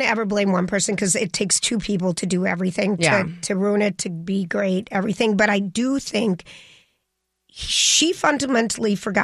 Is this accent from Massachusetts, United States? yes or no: yes; Boston, Massachusetts, United States; I'm a guy from Boston.